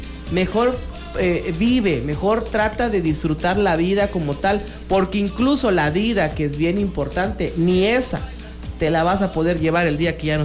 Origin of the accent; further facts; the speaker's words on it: Mexico; Somos superhéroes los mexicanos